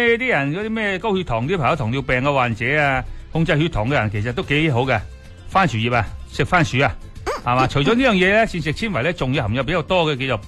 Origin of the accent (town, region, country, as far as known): Guangdong, China